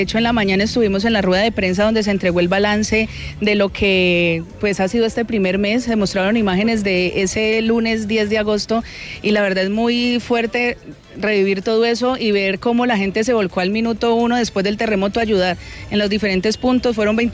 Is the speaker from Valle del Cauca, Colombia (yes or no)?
yes; Cali, Valle del Cauca, Colombia; yo también soy caleña